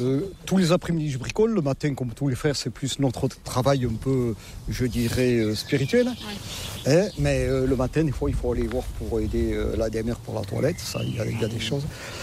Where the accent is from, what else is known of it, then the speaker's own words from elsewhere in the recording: Saint-Vincent-de-Paul, Nouvelle-Aquitaine, France; Avec mon accent, je ne suis pas du nord de la Loire, non. Je suis des Landes, du pays de Saint-Vincent-de-Paul.